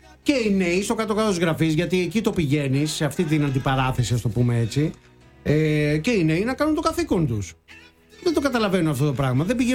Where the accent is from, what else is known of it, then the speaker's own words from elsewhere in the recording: Peloponnese, Greece; Είδες, για να είμαστε από Λακωνία και αρκετά κοντά, συνεννοούμαστε.